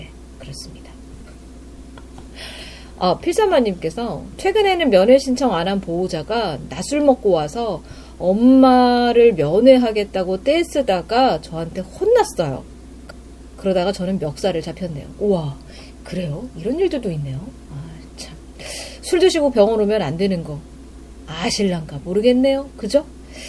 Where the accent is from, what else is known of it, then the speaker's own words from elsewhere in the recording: Seoul, South Korea; 저는 그냥 서울이라서